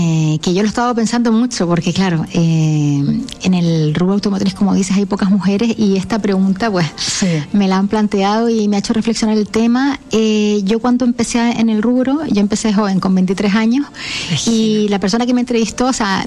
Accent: Canary Islands, Spain; now in Chile; cuando llegué aquí a Chile, porque sabes que yo soy de las Islas Canarias, en España

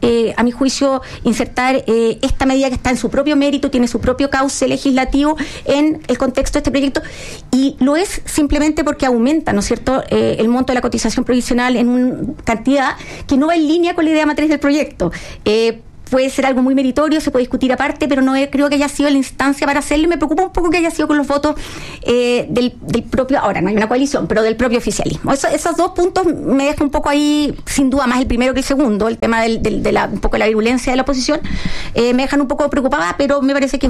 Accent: Chile

